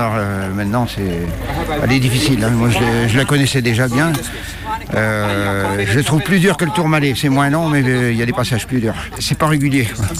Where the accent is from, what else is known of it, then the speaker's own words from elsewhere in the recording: Nouvelle-Aquitaine, France; Oui, oui, oui. Je suis de Charente-Maritime.